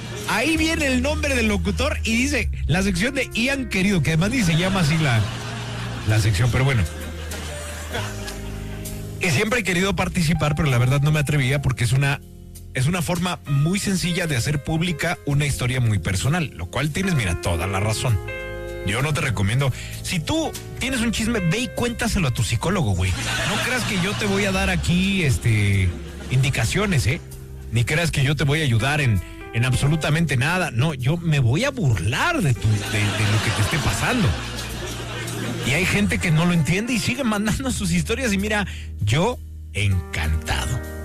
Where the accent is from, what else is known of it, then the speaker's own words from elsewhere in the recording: Mexico; born there; yo vengo de la Flores Magón, o sea, yo ya he visto el diablo a los ojos, güey.